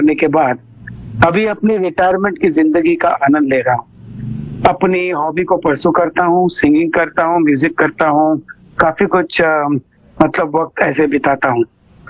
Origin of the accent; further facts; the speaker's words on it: Mumbai, Maharashtra, India; born there; मैं एक मुंबईकर हूँ। मुंबई मेरी जन्मभूमि और कर्मभूमि है।